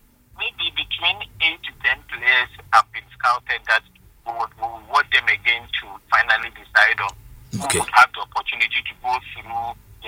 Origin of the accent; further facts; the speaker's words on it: Ghana; But as a Ghanaian, I feel, say, as far as possible, near the course.